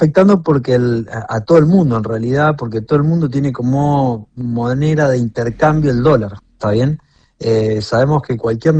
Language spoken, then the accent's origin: Spanish; Argentina; Nosotros en Argentina